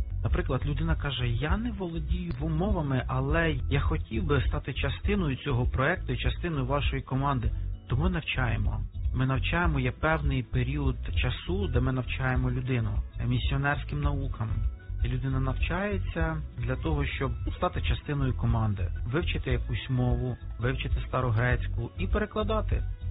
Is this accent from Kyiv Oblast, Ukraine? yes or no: yes; Bila Tserkva, Kyiv Oblast, Ukraine; Я з Білої церкви.